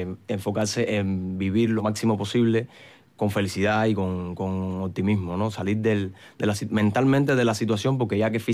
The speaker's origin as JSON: {"language": "Spanish", "country": "Cuba", "moved": "as an adult", "lives_now": "Spain", "said": "Yo sé que cuando yo canto … ya se sabe de dónde vengo y de dónde soy."}